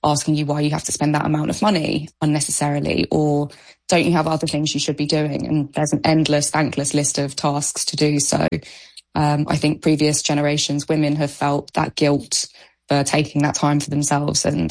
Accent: London, United Kingdom; You know, growing up in London, I never sort of saw that as a weird thing to do.

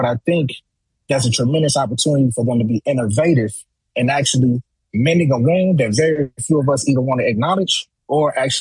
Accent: the South, United States; I'm an old Southerner, right?

